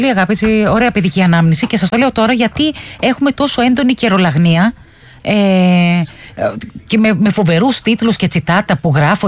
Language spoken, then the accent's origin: Greek; Mytilene, North Aegean, Greece; Εγώ θυμάμαι που γεννήθηκα και μεγάλωσα στη Μυτιλήνη, είχαμε και καφενείο.